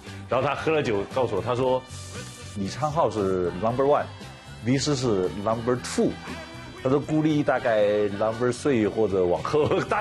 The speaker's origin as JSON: {"language": "Chinese", "country": "China", "said": "大家好，"}